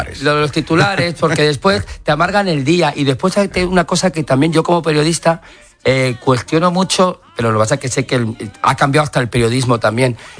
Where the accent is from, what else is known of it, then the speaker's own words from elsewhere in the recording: Madrid, Community of Madrid, Spain; soy madrileño y entiendo que me cogieran a mí para hacer ese anuncio porque más madrileño de pro que soy yo no hay nadie.